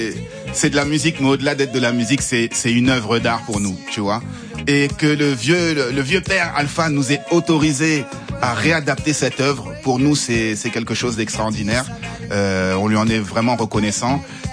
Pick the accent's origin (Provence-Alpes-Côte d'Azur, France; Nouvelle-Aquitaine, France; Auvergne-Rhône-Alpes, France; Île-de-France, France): Île-de-France, France; Sarcelles; Nous, on a grandi à Garches-Sarcelles, je le rappelle, dans le 95.